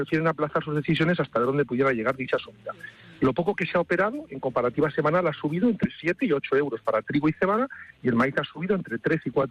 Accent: Castile and León, Spain; saludos a tus oyentes desde las fiestas de mi pueblo en la Virgen del Carmen, en Hortaliza del Pino, provincia de León.

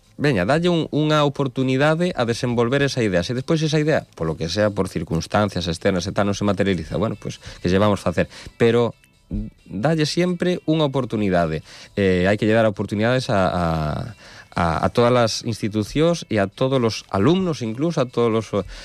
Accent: O Carballiño, Galicia, Spain; que sonou e que maravillou a xente en Ourense, sí, son de Carballiño.

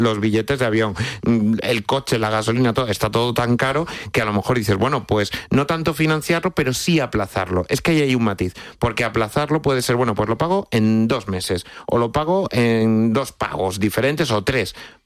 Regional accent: Extremadura, Spain; La que está cayendo, yo que además que soy extremeño, imagínate lo que me cuentan de por allí, de la que está cayendo en Cáceres y Badajoz

